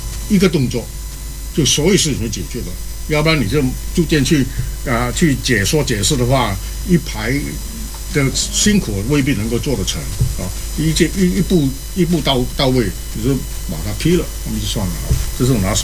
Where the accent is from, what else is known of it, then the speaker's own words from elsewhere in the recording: Malaysia; 我是讲讲我的背景，我是马来西亚长大的，马来西亚啊，我毕业的那个中学呢叫做尊孔过明行中学